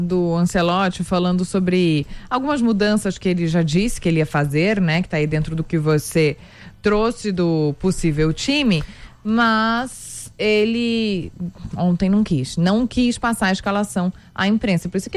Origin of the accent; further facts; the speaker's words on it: Brazil; Eu sou brasileira, mas eu também sou portuguesa e eu preciso assistir os jogos de Portugal